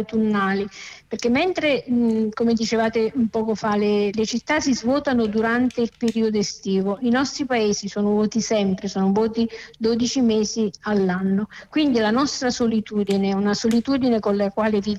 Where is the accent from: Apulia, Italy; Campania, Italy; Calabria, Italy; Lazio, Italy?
Campania, Italy; Pontelandolfo; Sì, io vengo da Ponte Landolfo, che è un paesino della provincia di Benevento.